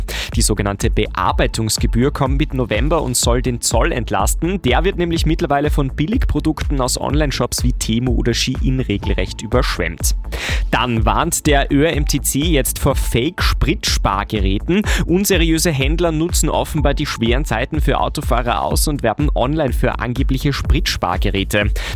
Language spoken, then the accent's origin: German; Austria; Die Paketsteuer in Höhe von 2 Euro kommt bei uns in Österreich ab Oktober.